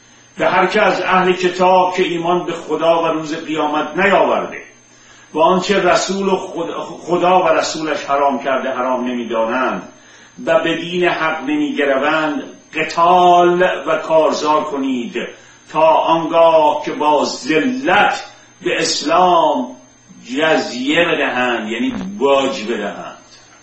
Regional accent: Iran; توی اون کشور بزرگ شدم.

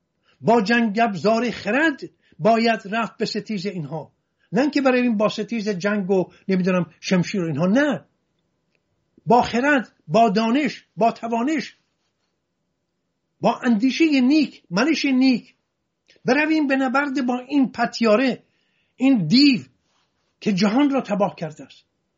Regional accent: Hamadan, Iran; خودم در محله کریمیان همدان بزرگ شدم.

